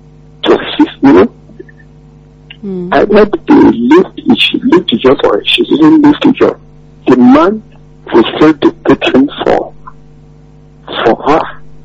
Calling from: Kuala Lumpur, Malaysia; from Kuala Lumpur.

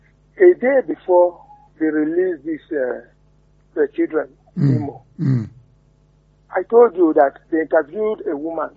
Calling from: Nigeria; I'm calling from Ologuero.

